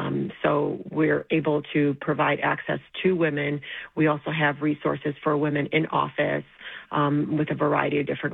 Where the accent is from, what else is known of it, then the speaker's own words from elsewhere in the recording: Albania; now in United States; Personally, myself, I am Albanian American, and my family and I immigrated here to the U.S. Altogether. We stayed in a refugee camp, and then we were sponsored in into the U.S.